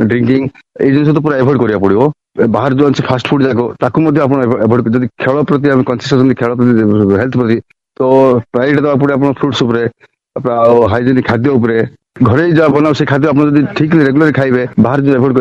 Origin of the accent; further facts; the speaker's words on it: Jeypore, Odisha, India; ମୁଁ କହିଲି ଦେଖିଥିଲା ମୁଁ କୋରାପୁଟ ଜୟପୁରର